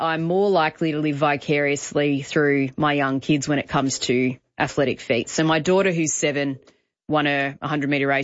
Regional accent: New South Wales, Australia; I grew up in New South Wales, so I didn't grow up with AFL.

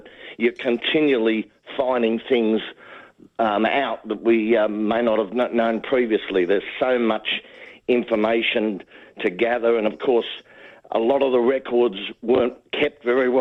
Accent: Clovelly, New South Wales, Australia; Oh, well, I was brought up in Clovelly.

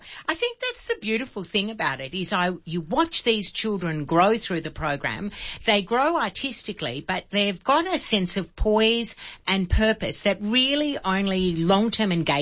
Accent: New South Wales, Australia; regional New South Wales is perhaps one of the most beautiful places in the world. I'm very proud to say I grew up in Canaveral.

